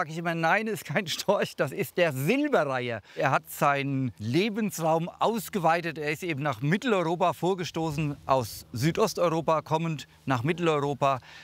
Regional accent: Büttelborn, Hesse, Germany; Und da wundern sich die Menschen in Wiesbaden oder in meiner Heimat bei Büttelborn.

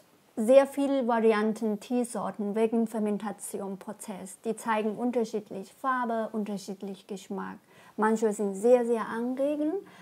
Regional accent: Yunnan, China; German is a second language; now in Germany; Ja, bis jetzt mein Bruder hat auch Teeplantage in Yunnan, Südwest China. Da ist Hochland.

